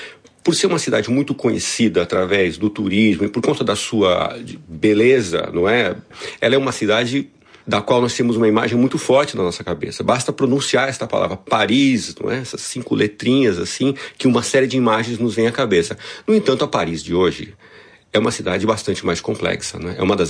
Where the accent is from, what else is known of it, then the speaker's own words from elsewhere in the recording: São Paulo, Brazil; São Paulo é a minha cidade, é onde eu nasci.